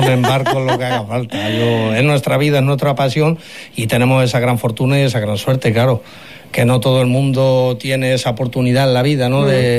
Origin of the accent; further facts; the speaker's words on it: Madrid, Community of Madrid, Spain; Pues yo vengo de Madrid, Madrid, que es donde hemos nacido las nuevas generaciones.